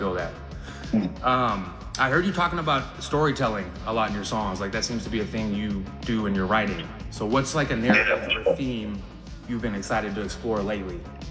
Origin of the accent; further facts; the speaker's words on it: Seattle, Washington, United States; growing up in Seattle, for me, being a grunge kid, like growing up in the grunge era, but living in the hood